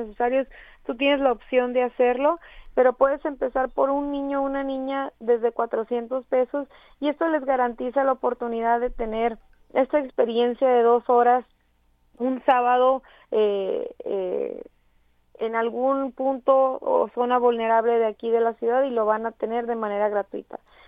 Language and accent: Spanish; Mexico; esa es una creencia errónea que tenemos como mexicanos